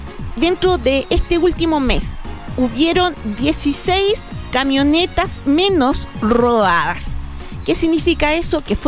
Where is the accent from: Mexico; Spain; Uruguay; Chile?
Chile; Calama, Antofagasta; moved away; yo soy de Cobreloa. Yo viví muchos años, desde que tengo uso de razón, en Avaroa, entre Bañado Espinosa y Antofagasta.